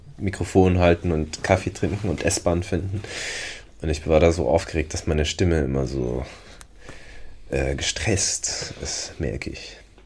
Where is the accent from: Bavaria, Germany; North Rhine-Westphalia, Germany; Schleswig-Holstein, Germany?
Bavaria, Germany; Ich bin ein Bayer, auch wenn ich kein Bayerisch spreche.